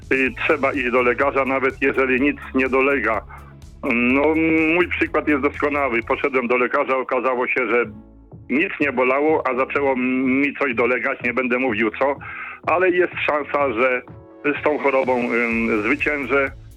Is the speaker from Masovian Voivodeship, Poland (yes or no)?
yes; Masovian Voivodeship, Poland; moved away; Posiadam w mojej rodzinnej wiosce nad Narwią koło Pułtuska